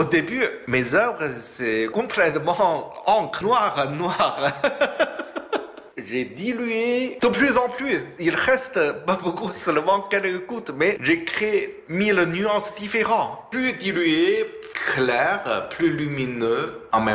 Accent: northern China, China; born there; French is a second language; moved away as an adult; also born or lived in Paris / Beijing; je suis né au nord de la Chine, au plein de montagnes, au milieu de la nature.

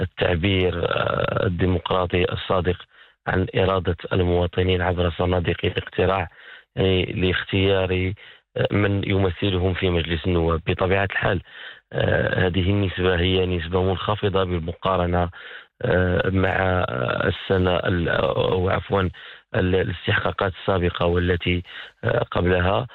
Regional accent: Morocco

